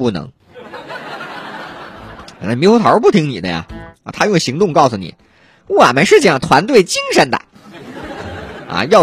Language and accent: Chinese; Northeast China, China; 我们东北人喜欢吃那个蘸酱菜是吧，